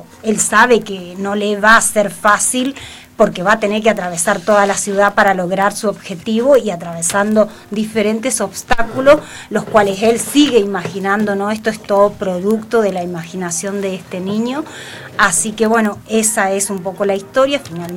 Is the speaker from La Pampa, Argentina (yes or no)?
no; Corrientes, Argentina; moved away; yo vengo de la provincia de Corrientes